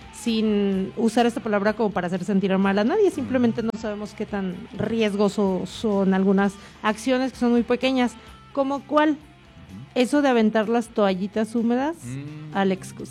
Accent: San Diego de la Unión, Guanajuato, Mexico; now in Camargo, Mexico; En mi pueblo, y te estoy hablando de San Diego de la Unión, Guanajuato

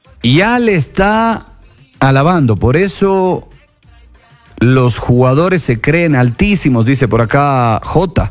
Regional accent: Ecuador

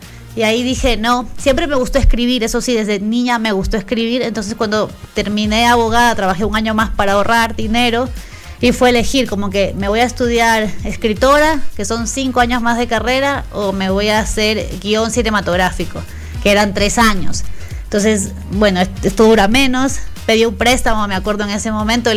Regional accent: Huaquillas, El Oro, Ecuador; moved away as an adult; now in Spain; vengo de Huaquillas, crecí en Huaquillas, que es un pueblo pequeñito y lindo y también duro a la vez

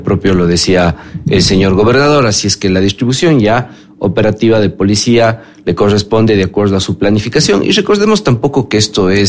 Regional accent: Cuenca, Azuay, Ecuador; lo bueno pagadores que somos los cuencanos

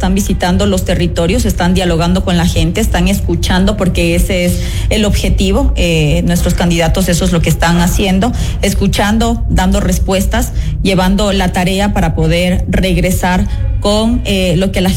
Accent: Ecuador; porque eso es lo que necesitamos como ecuatorianos

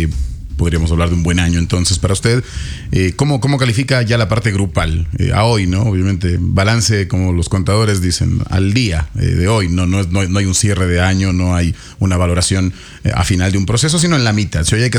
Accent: Ecuador

